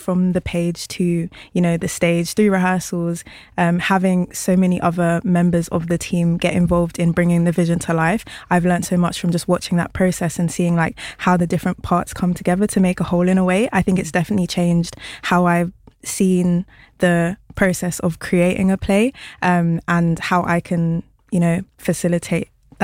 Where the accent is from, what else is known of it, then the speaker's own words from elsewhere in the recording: London, United Kingdom; So I'm personally from South East London. Mm-hmm. I've spent most of my time before like university in South East London. I've lived in loads of places across it, but I think the place that shaped me the most was probably New Cross.